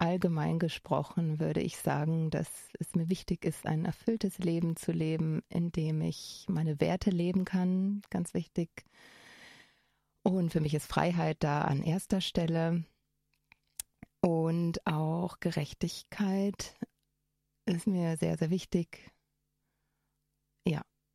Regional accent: Bremen, Germany; now in Innsbruck, Austria; Ich komme ursprünglich aus Bremen. Wie man vielleicht hört, bin ich nicht von da. Bin aber auch schon bald 15 Jahre in Innsbruck.

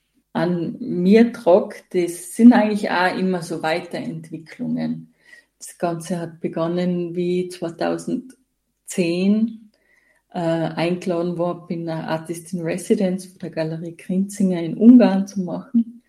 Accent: Tyrol, Austria; Und der Hut, es ist ein aufwendig bestickter Bänderhut, der atypisch ist fürs Iseltal, da wo ich aufgewachsen bin.

